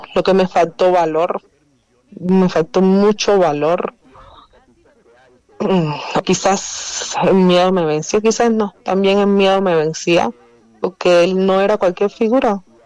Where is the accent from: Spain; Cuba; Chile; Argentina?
Cuba; moved away as an adult; now in Mexico; Soy de origen cubano. Llegué aquí en el año 2017 con beca CONACYT para la maestría de energía en la UNAM.